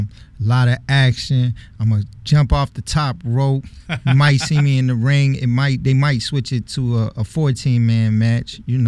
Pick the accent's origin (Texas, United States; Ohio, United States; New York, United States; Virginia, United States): Virginia, United States; Richmond; born there; also born or lived in San Francisco, California, United States; I'm a Richmond-based hip-hop artist. Originally, I'm from the Bay Area, San Francisco, but I've also grown up here.